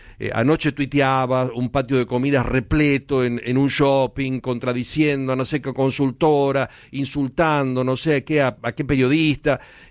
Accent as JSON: {"language": "Spanish", "country": "Argentina", "said": "como los argentinos somos muy presidencialistas"}